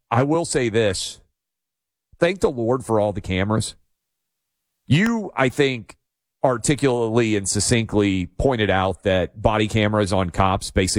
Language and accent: English; Tennessee, United States; My home state of Tennessee has just released a map